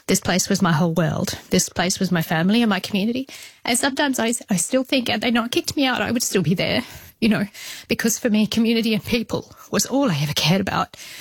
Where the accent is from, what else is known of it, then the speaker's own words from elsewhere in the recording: Australia; I am obviously Australian. I was raised fifth generation inside the group here in Australia. I came from a rural remote community